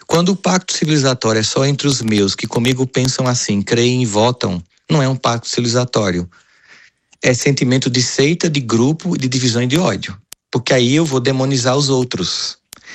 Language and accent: Portuguese; Brazil; Nossa, enquanto brasileiro